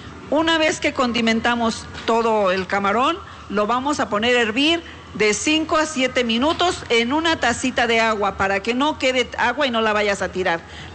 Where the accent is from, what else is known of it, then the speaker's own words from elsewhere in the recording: Mexico; qué fuertes somos los mexicanos, qué grandiosa es nuestra patria